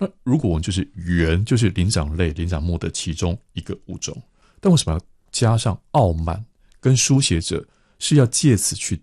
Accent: Kaohsiung, Taiwan; 那个台湾猕猴已经不是在高雄，因为我高雄人嘛，已经不是在柴山寿山那边了

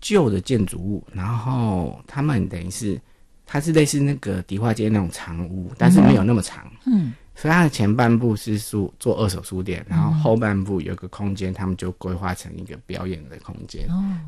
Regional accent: Taiwan; first language Taiwanese Hokkien; Chinese is a second language; 我都比较强调用我的母语，就是台语做创作。

